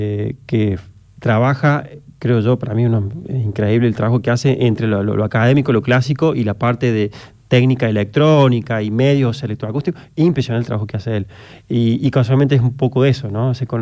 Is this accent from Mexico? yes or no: no; Córdoba, Argentina; Somos de Córdoba